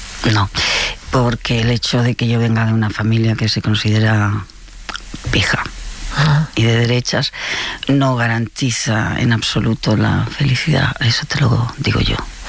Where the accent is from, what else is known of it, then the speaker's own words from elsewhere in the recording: Barcelona, Catalonia, Spain; Uy, imagínate que yo soy de Barcelona y el primer acuario de España lo fundó mi abuelo.